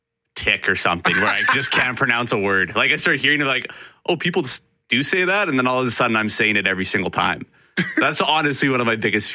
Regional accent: Canada; There's something about it's just part of being Canadian, I guess.

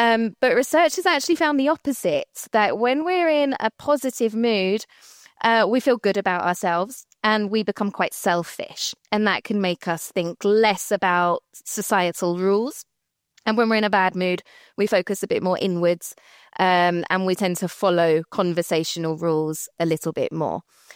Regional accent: United Kingdom; well, I'm British, so even more so

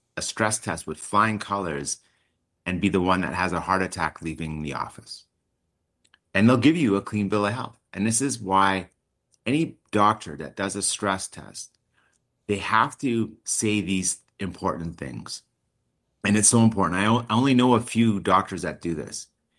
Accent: Alberta, Canada; I'm from Alberta and a lot of farmers out there

